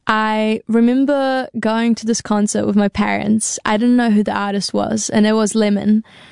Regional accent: Poland; English is a second language; Growing up in Poland, I often felt inspired by the powerful messages within Polish songs that spoke with resilience and transformation.

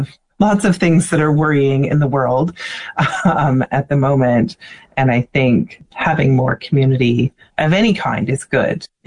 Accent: Ottawa, Ontario, Canada; Where I grew up in Ottawa, like, all the houses have front porches, big front porches that you can sit out on.

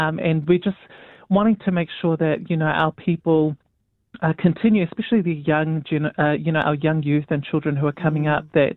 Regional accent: North Shore, Auckland, New Zealand; born there

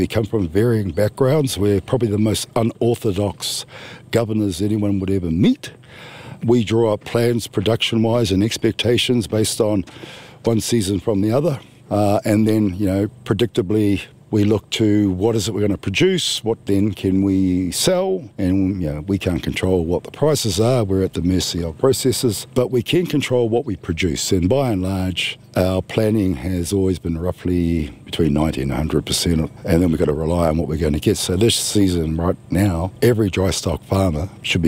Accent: Tikawiti, New Zealand; Kia ora Janina … I'm from Tikawiti and we're standing on Pukepoto Whenua

